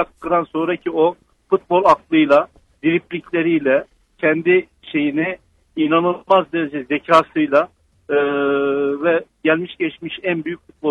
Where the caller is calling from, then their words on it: Ankara, Turkey; Ankara'dan arıyorum